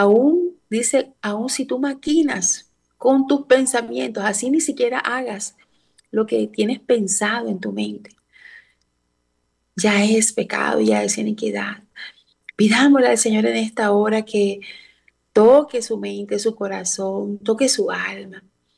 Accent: Colombia

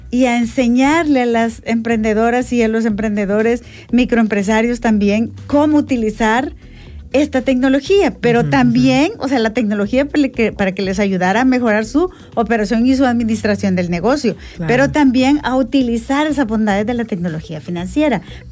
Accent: El Salvador

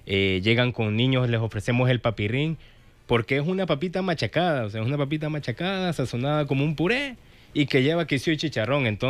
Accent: El Salvador; somos salvadoreños

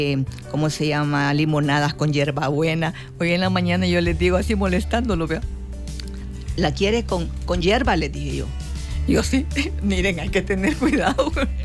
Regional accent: Chalchuapa, Santa Ana, El Salvador; born there; Yo nací en Chachuapa.

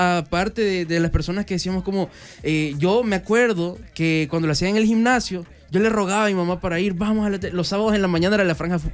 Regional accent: El Salvador; Les agradecemos como salvadoreños

